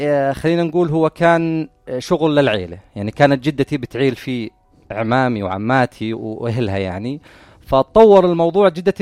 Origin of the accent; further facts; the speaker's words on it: Jordan; ولكن في الأردن ما في عندنا قاعدة بيانات أو بصمة وراثية للعسل،